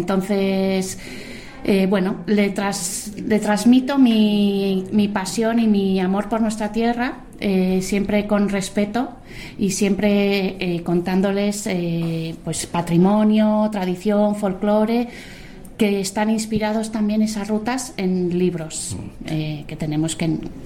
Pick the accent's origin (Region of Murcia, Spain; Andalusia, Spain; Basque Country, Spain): Basque Country, Spain; San Sebastián; a mí me encanta el mar, soy donostiarra y soy de costa total, salitre.